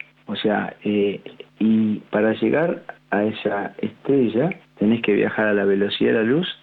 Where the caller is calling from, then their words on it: Buenos Aires, Argentina; de Belgrano